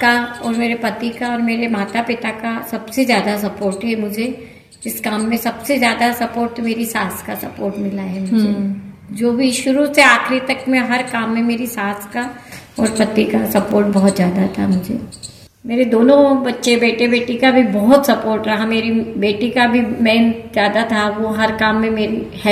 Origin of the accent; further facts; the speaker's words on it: Indore, Madhya Pradesh, India; moved away as an adult; मैं इंदौर से हूँ, वैसे मेरा मायका इंदौर का है